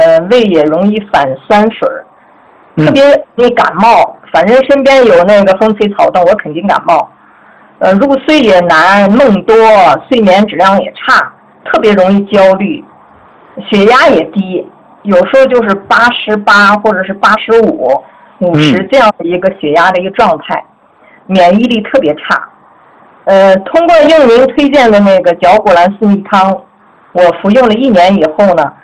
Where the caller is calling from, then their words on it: Taiyuan, Shanxi, China; 我是来自山西太原的一名老学员吧。